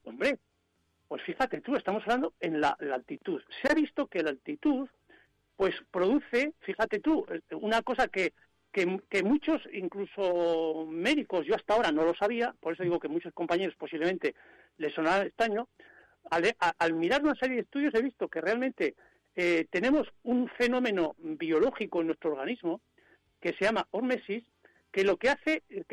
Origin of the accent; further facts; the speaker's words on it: La Rioja, Spain; now in Soria, Spain; Pues mira, yo soy riojano, nací en La Rioja, vivo en Soria desde hace más de 40 años